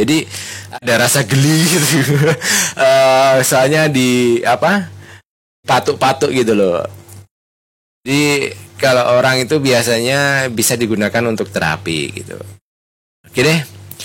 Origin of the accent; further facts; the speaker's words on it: Ngawi, East Java, Indonesia; born there; Ya alhamdulillah saya dilahirkan di Ngawi dan sangat senang untuk berada di Ngawi. Walaupun pengen keluar kota, tapi setelah itu kembali lagi.